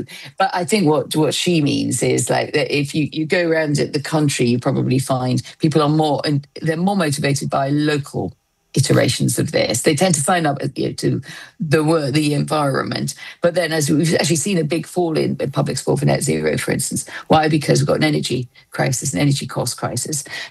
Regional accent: North East England, United Kingdom; when I grew up in County Durham.

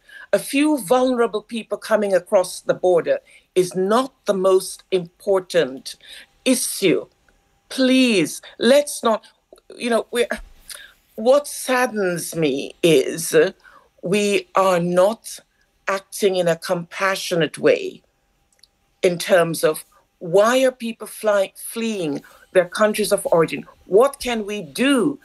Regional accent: United Kingdom; British people

